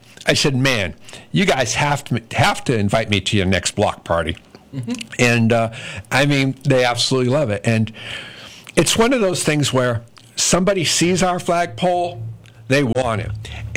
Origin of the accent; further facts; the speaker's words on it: Worcester, Massachusetts, United States; because I was born and raised in Worcester